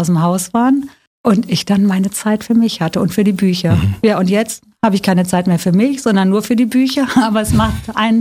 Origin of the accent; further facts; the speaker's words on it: Bonn, North Rhine-Westphalia, Germany; born there; ich lebe da auch noch und ich liebe diese Stadt.